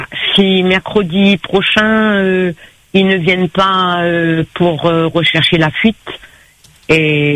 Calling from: Le Tampon, Réunion; Moi, j'habite au Tampon, au 37 rue du Tampon, dans l'immeuble de la CEMADER.

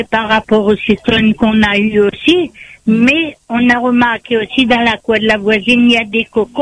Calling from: Sainte-Anne, Réunion; Ben, je suis à Sainte-Anne.

